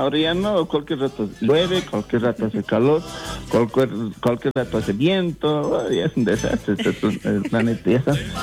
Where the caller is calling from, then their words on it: Oruro, Bolivia; tantos grupos orureños, buenos grupos tenemos acá